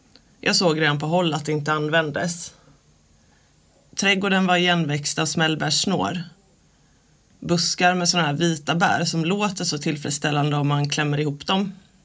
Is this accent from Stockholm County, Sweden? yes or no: no; Huskvarna, Jönköping County, Sweden; Jag är 43 år, jag är konstnär, född och uppväxt i Huskvarna.